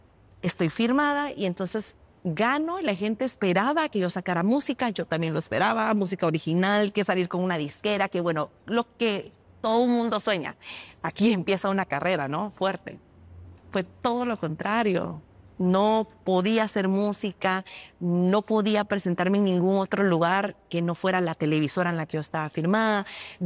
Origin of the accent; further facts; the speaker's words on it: Guatemala; moved away; also born or lived in Argentina; Y bueno, me regreso a Guatemala.